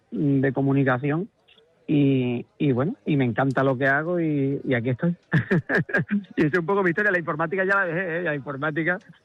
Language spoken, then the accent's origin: Spanish; Villalba del Alcor, Andalusia, Spain; y en mi tierra, por la parte que decías tú, Ana, muy bien, que mi pueblo está a 40... Yo digo que Villalba está a 40 kilómetros de todo, porque está a 40 kilómetros de Huelva capital